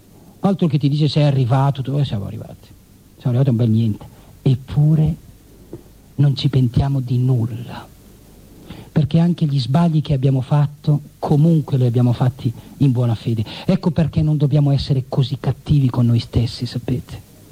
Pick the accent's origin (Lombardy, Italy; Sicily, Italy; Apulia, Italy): Lombardy, Italy; Milan; io sono milanese